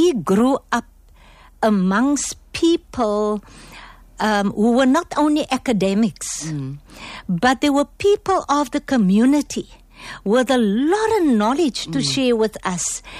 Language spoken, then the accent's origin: English; Cape Town, Western Cape, South Africa; also born or lived in District Six, Cape Town / Goodwood, Cape Town; We moved to Goodwood. And thereafter, we moved to Bridgetown, where we stayed up till this moment.